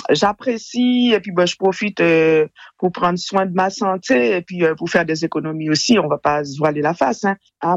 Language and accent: French; Le Mans, Pays de la Loire, France; parce que moi, comme je suis du Mans, je travaille pour la ville de Coulaines.